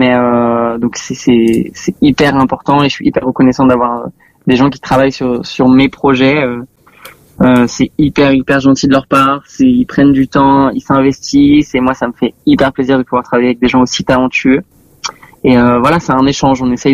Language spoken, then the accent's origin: French; Tremblay-en-France, Île-de-France, France; moi je viens de Tremblay en France.